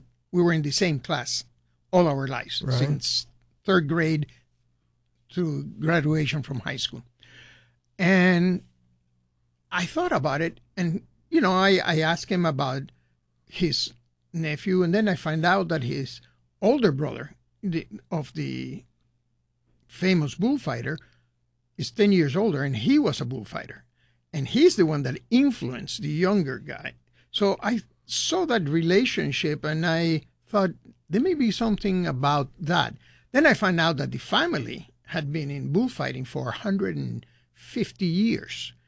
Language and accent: English; Peru; You know, I grew up in Peru. Never been a big avid bullfighter, but I've been to bullfights. There's no way you can grow in Peru and not have seen one.